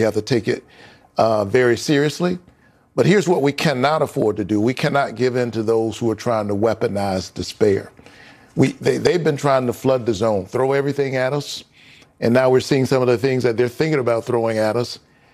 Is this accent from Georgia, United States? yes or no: yes; Georgia, United States; You know, I'm from Georgia, way below zero.